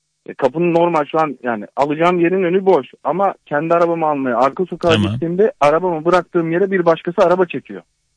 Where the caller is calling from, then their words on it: Istanbul, Turkey; İstanbul'dan arıyorum